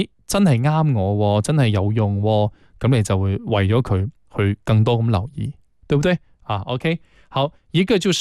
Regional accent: Guangzhou, Guangdong, China; 所以就因为我广州人嚟嘅，广州人咧就间唔中会用一啲粤语同大家去交流下啦，沟通下啦。

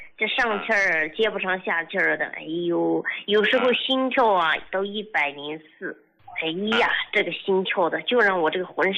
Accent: Shenyang, Liaoning, China; 我是来自这个沈阳天溪区的啊，这是四方台镇的一个农民。

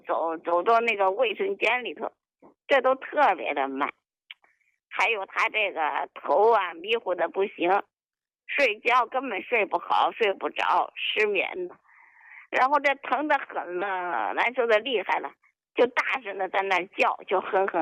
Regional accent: Anshan, Liaoning, China; 哎，我是鞍山的。

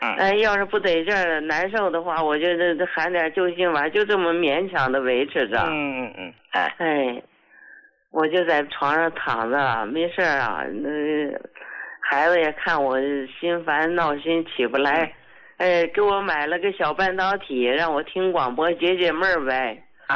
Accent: Northeast China, China; 哎，胡老师，我是东北的一个患者。

